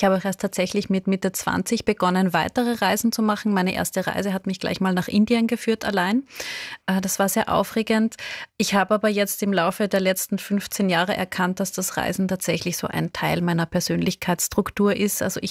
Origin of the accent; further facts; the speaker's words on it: Linz, Upper Austria, Austria; Ich bin aufgewachsen in der Nähe des Flughafens Linz und tatsächlich ist so ein Geräusch meiner Kindheit sind die startenden Flugzeuge